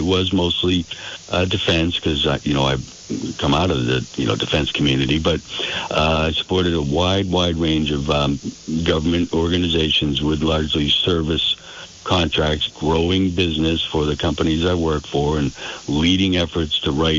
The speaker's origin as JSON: {"language": "English", "town": "Boston", "region": "Massachusetts", "country": "United States", "tie": "born or raised there", "said": "I was born in Dorchester, Boston, and public schools, Massachusetts, Newton, and Westwood High School."}